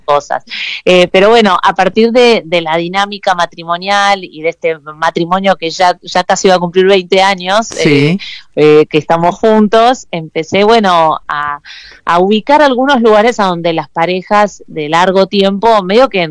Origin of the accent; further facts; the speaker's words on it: Argentina; moved away as an adult; now in Miami, United States; Yo soy argentina, pero estoy radicada en Miami hace ya 10 años